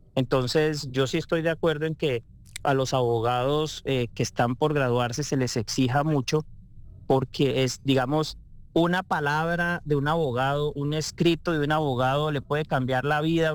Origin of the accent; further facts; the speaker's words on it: Barrancabermeja, Santander, Colombia; moved away as an adult; also born or lived in Bucaramanga / Cúcuta / Argentina; Crecí en Barranca Bermeja y estudié mi bachillerato en Barranca Bermeja y después me fui para Bucaramanga a estudiar mi universidad.